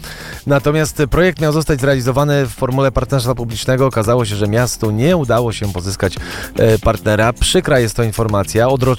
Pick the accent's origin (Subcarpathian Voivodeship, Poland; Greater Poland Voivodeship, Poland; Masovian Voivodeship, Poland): Masovian Voivodeship, Poland; Warsaw; jestem z Warszawy